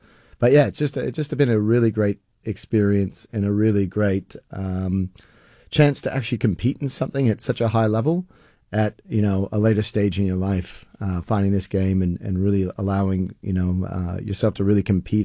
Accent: Australia; now in Sacramento, United States; Yeah, it's a really fun experience, I reckon, coming from Australia to see the passion that Americans have for the game

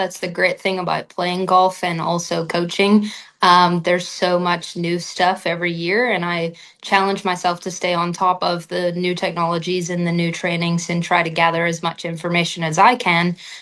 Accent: Northern Ireland, United Kingdom; moved away as an adult; also born or lived in Arizona / Florida; now in Missouri, United States; So I grew up in Northern Ireland, played junior golf there

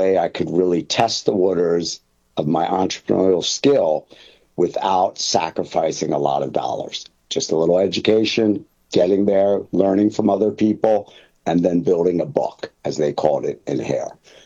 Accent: Philadelphia, Pennsylvania, United States; I'm from Philadelphia. That's where I'm originally from.

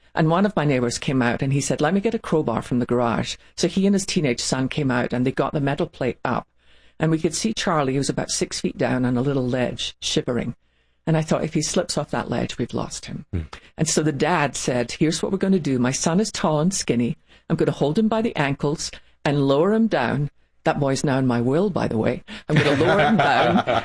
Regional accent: Scotland, United Kingdom; when I was growing up in Scotland at our little church

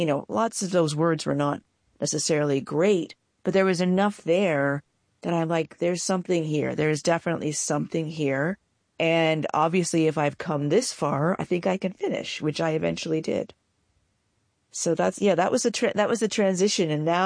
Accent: Canada; moved away; I'm Canadian. I'm sure my vowels have, you know, given me away or will.

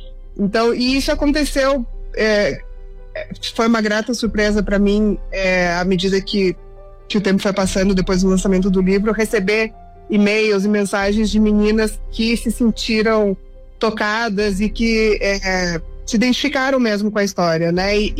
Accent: Balneário Camboriú, Santa Catarina, Brazil; born there; moved away as an adult; also born or lived in Passo Fundo, Rio Grande do Sul; now in Curitiba, Brazil; eu nasci no Rio Grande do Sul, né? Morei até mais ou menos metade da minha vida em Passo Fundo, Rio Grande do Sul, e me criei basicamente em Balneário Camboriú, Santa Catarina, para depois, na vida adulta, morar em Curitiba

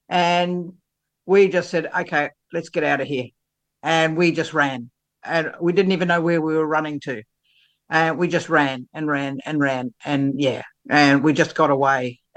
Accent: New Zealand; moved away as an adult; I came over from New Zealand, and I was working in a nursing in a hospital

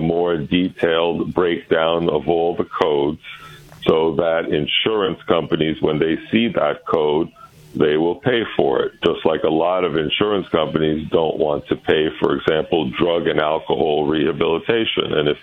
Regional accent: Brooklyn, New York, United States; You know, I grew up in Brooklyn in a three-story house. Grandma was on the second floor. Aunt was on the third floor.

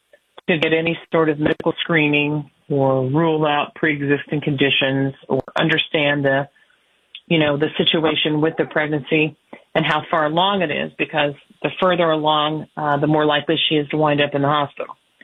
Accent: Indiana, United States; Texas, my home state of Indiana.

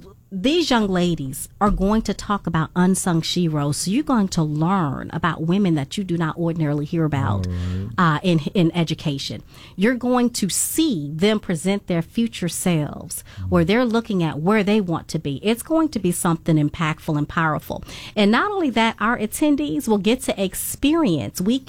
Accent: Farmville, Virginia, United States; most people laugh when I say I'm from Farmville. Yes, it is farm, like a farm, Farmville, Virginia. You know, and I'm a country girl.

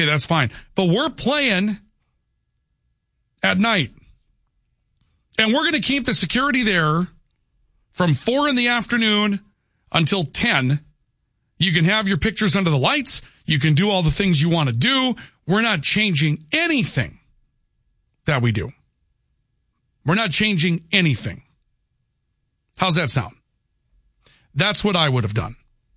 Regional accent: Valley City, North Dakota, United States; Valley City's building a new school in my hometown.

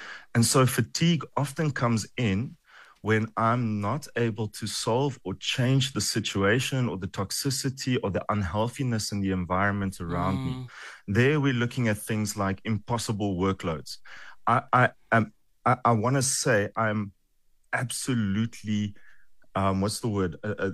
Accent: South Africa; I have the huge privilege of being a South African psychologist

